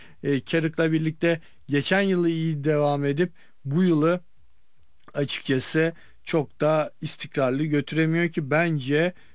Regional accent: Trabzon, Turkey; Benim de memleketim Trabzon.

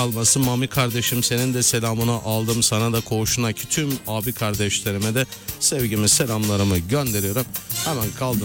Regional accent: Bayraklı, İzmir, Turkey; Ben Bayraklı'dan, Bayraklı mahalleden

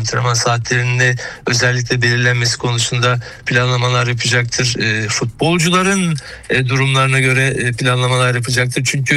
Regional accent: Samsun, Turkey; Tabii ben bir de Samsunluyum yani. Ben çocukluğumdan beri ve Samsun Spor maçlarını hep stadyumda canlı canlı izlemiş, destek vermiş bir insan.

